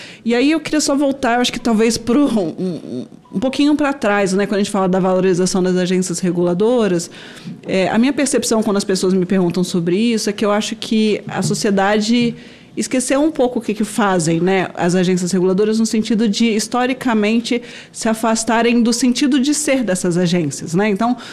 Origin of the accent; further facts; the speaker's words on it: Brazil; eu acho que enquanto brasileiros, a gente pode se orgulhar do que são hoje esses setores